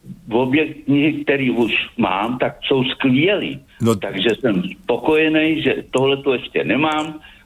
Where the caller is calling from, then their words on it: Litoměřice, Ústí nad Labem Region, Czechia; jsem z Litoměřic, na severní Moravě jsem vojákoval.